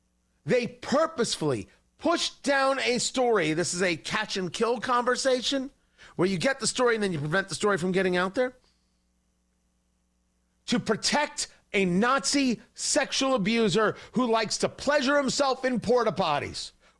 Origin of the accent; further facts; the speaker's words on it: Indianapolis, Indiana, United States; In my hometown, there is, all right, I'm just in the Indianapolis area, we'll say.